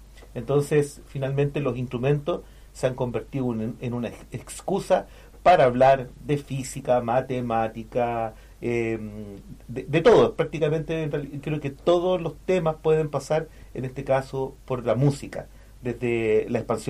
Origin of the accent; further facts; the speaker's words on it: Santiago, Santiago Metropolitan, Chile; also born or lived in Valparaíso / France; now in Los Muermos, Chile; Yo estudié vengo de Santiago, pero viví muchos años en Valparaíso, después me fui a Francia, estuve estudiando en Turquía